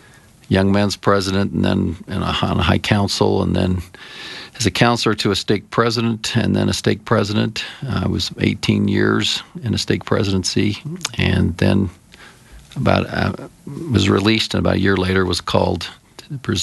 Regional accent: Midvale, Utah, United States; now in Sandy, United States; I grew up in Midvale, Utah, went to Hillcrest High School, then attended Brigham Young University. I went on a mission to North Germany when I was 19 and served in the North German mission with two mission presidents.

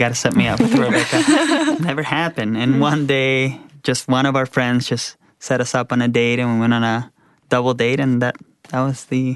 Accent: Chile; I'm from Chile.

